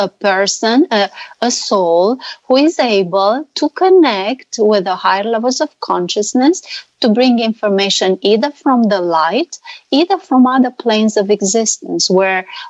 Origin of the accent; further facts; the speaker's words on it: Romania; Yes, I'm not Hungarian. I'm from Romania